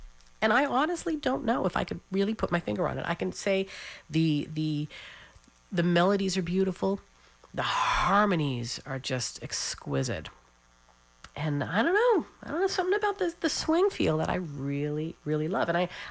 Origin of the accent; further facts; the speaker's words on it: Newfoundland and Labrador, Canada; growing up in Newfoundland in the 80s, 70s, and 80s, I was very much influenced by the pop music of the day, but certainly by the folk music of Newfoundland. I mean, I grew up singing a lot of Newfoundland and Labrador folk songs and Irish folk songs.